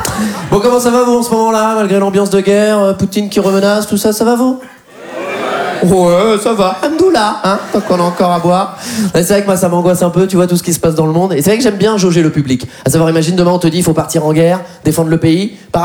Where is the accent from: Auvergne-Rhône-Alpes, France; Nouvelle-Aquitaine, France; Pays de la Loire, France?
Nouvelle-Aquitaine, France; Poitiers; Je me présente … 29 ans. Moi, je viens de Poitiers.